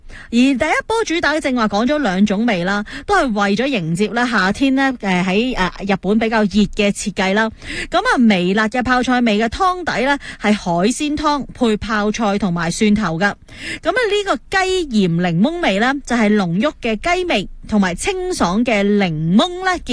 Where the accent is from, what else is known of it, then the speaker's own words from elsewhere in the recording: Hong Kong; 我哋香港人